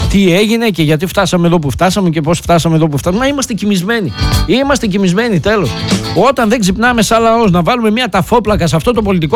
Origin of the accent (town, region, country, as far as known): Greece